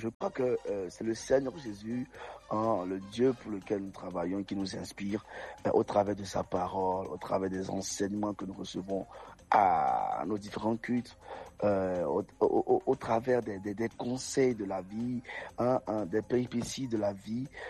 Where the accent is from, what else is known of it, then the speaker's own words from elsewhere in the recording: Togo; Je suis chanteur et auteur-compositeur de la musique gospel au Togo. Je suis togolais, bien sûr.